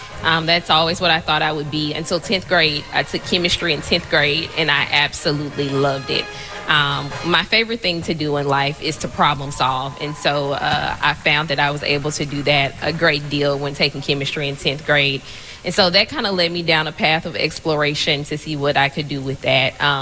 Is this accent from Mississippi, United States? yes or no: yes; Jackson, Mississippi, United States; moved away as an adult; now in Nashville, United States; Yeah, absolutely. I'm from Jackson, Mississippi. Like Nick said, I went to college at Jackson State.